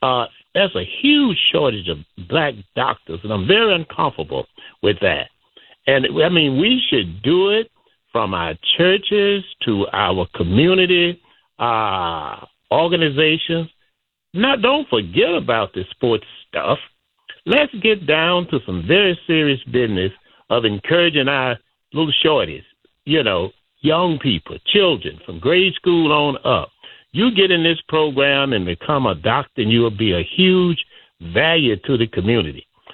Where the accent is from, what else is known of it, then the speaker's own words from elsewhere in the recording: Chicago, Illinois, United States; I'm 81 years old. You and me come out of the same community. I grew up in Chicago. I graduated from Wendell Phillips, went to what was then Wilson College